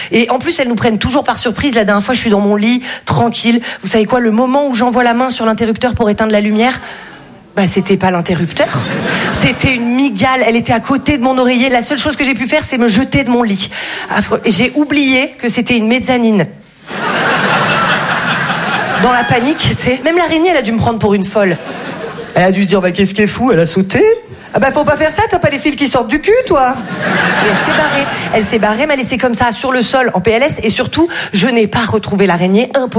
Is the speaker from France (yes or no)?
yes; Val-de-Blore, Provence-Alpes-Côte d'Azur, France; là d'où je viens, c'était assez compliqué les trajets en ambulance, parce que moi je viens d'un tout petit village qui s'appelle Val-de-Blore, c'est sublime